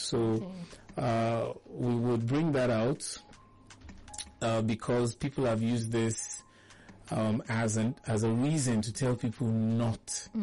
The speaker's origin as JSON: {"language": "English", "country": "Nigeria", "second_language": "English", "said": "We're classed as English being the second. Our mother tongue is, Nigeria is classed as a country with first language being the mother tongue. Then English is like second."}